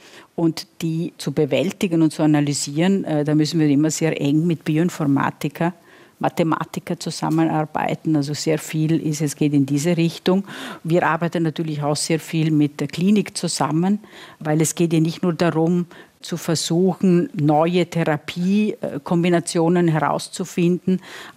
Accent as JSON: {"language": "German", "country": "Italy", "moved": "yes", "said": "Also ich selber bin ja auch Italienerin"}